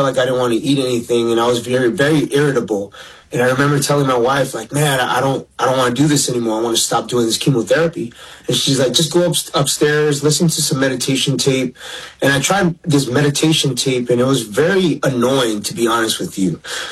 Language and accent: English; Los Angeles, California, United States; I'm a proud Native American kid from East L.A., born in Boyle Heights. And, you know, I'm Native American and Mexicano.